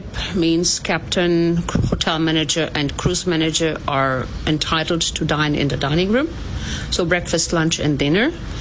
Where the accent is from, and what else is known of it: Germany